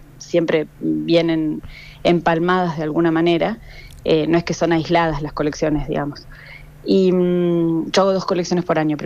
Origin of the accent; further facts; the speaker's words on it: Córdoba, Argentina; soy la única cordobesa. En teoría soy la única argentina.